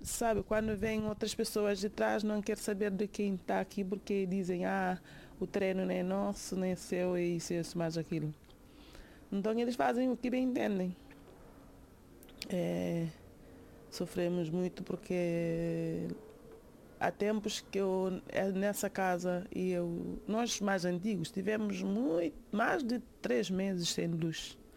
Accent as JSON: {"language": "Portuguese", "country": "Cape Verde", "moved": "yes", "lives_now": "Portugal", "said": "Retorno a Cabo Verde, não sei. É uma possibilidade."}